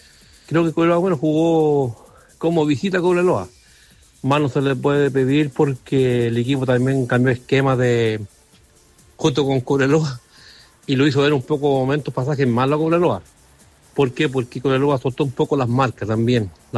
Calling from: Paine, Santiago Metropolitan Region, Chile; de la comuna de Paine.

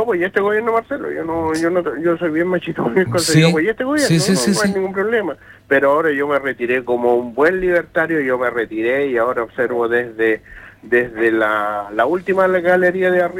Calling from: Chile; antes que la política, somos chilenos

